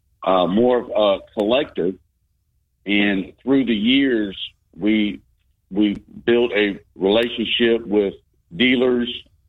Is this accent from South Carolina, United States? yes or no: yes; North Augusta, South Carolina, United States; since we are local and we're from North Augusta and love our community.